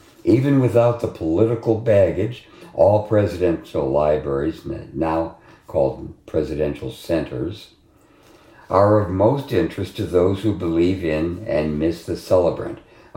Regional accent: Detroit, Michigan, United States; now in Chicago, United States; since I am from Detroit.

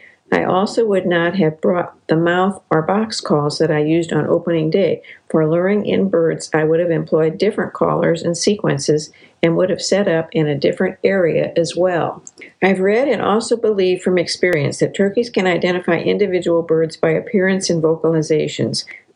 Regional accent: Virginia, United States; born or raised there

